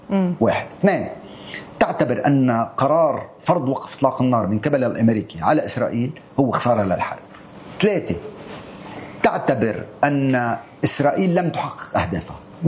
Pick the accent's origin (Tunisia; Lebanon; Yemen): Lebanon; نحن كلبنانيين